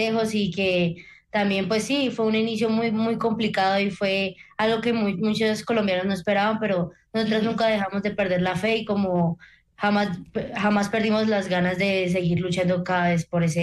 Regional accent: Colombia; porque pues somos colombianos y pues el corazón de un colombiano es muy difícil de quebrar.

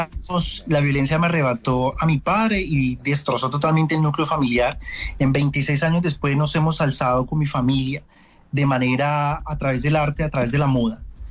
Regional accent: Valle del Cauca, Colombia; Somos colombianos, somos vallecaucanos, somos berracos.

